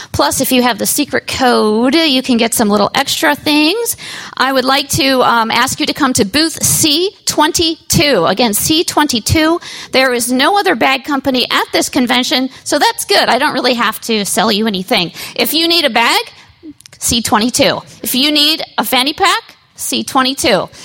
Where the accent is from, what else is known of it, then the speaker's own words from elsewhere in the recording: South Korea; English is a second language; And we're here all the way from Philadelphia, and I'm here from South Korea.